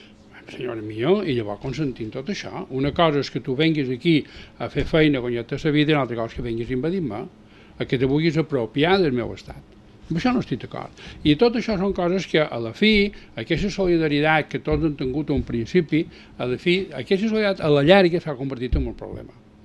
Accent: Mallorca, Balearic Islands, Spain; No només som els mallorquins, tots els que vivim aquí

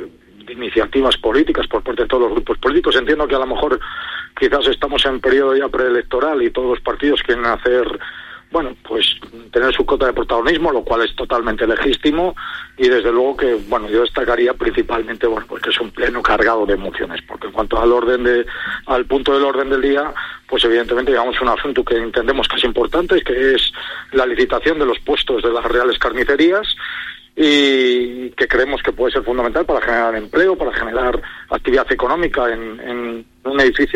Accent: Spain; como españoles que somos.

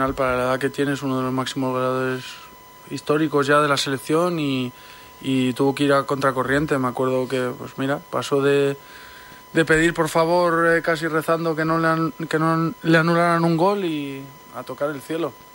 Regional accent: Spain; Porque soy español y quiero que gane un español

